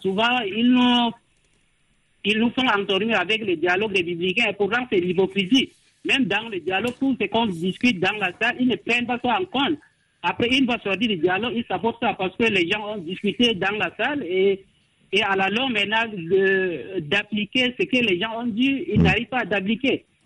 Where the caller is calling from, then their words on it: Abéché, Ouaddaï, Chad; Oui, effectivement, je vous appelle depuis Abéché.